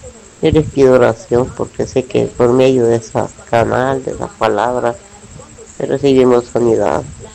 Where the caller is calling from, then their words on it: Choloma, Cortés, Honduras; de Choloma Cortés.